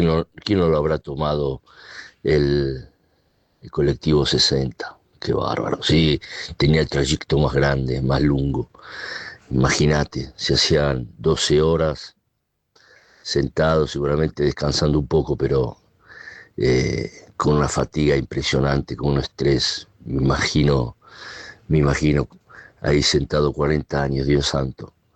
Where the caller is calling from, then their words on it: Rignano Flaminio, Lazio, Italy; de Rignano Flaminio, provincia de Roma, Italia.